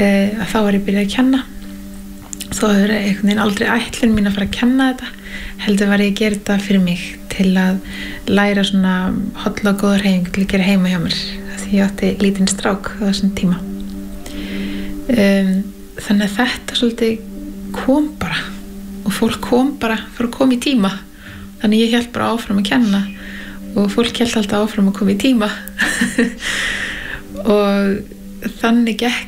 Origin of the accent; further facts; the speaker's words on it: Northwestern Region, Iceland; Og ólst upp í Skagafirði